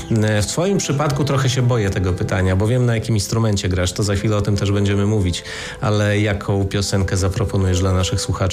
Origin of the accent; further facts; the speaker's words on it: Chełm, Lublin Voivodeship, Poland; my jesteśmy górale innoniskopienni, bo przecież te górki dookoła Chełma są cudowne